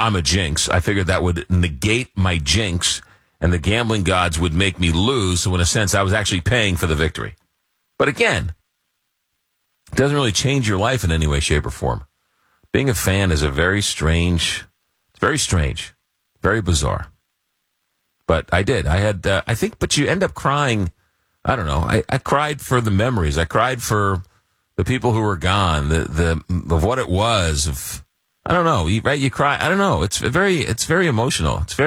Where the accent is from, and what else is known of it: Long Island, New York, United States; born or raised there